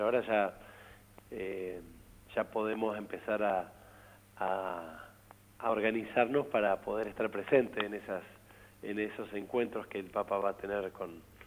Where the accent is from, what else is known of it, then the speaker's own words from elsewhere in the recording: Argentina; necesitamos como argentinos